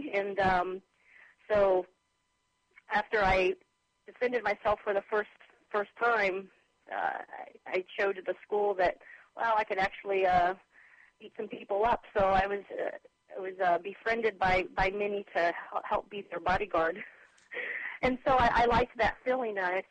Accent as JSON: {"language": "English", "town": "Kansas City", "region": "Kansas", "country": "United States", "tie": "born or raised there", "said": "Kansas City, Kansas. I'm an original Wyandotte. We call ourselves the original Dots now. I'm from Wyandotte County"}